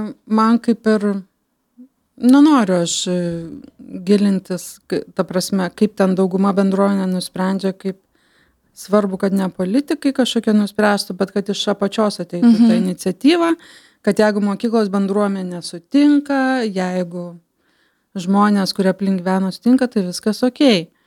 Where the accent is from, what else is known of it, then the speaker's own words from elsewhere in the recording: Vilnius, Vilnius County, Lithuania; Taip, aš Vilnietė